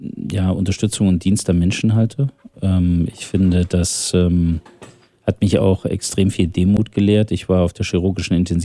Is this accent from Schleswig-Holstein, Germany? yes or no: no; Thuringia, Germany; Ich bin Thüringer durch und durch, bin in einem kleinen Ort in der Nähe von Jena groß geworden. Zimritz heißt der. Hab dann ja meine Schule und auch mein Studium zu großen Teilen in Jena, aber auch in Bonn, in den USA gemacht.